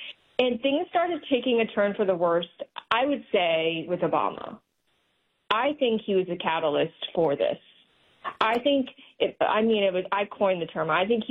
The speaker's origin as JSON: {"language": "English", "town": "Sheffield", "region": "Yorkshire and the Humber", "country": "United Kingdom", "lives_now": "United States", "said": "I'm from England, actually."}